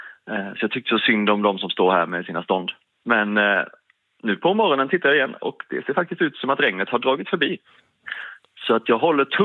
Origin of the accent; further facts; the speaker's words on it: Småland, Sweden; now in Ljungsbro, Sweden; Jag kommer ju själv lite från Småland, Skånehållet. Men ja, vi hamnade i Ljungsbro här utanför